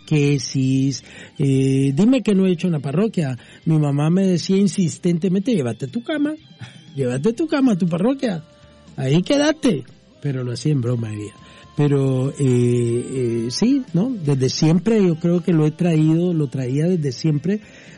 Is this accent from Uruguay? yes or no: no; Nicaragua; also born or lived in Managua, Nicaragua; En Nicaragua, soy originario de Nicaragua, nací en el Hospital El Retiro, el famoso Hospital El Retiro de Managua, mis primeros años, mis primeros añitos, hasta los 4 o 5 años, 5 años tal vez, los crecí en el barrio San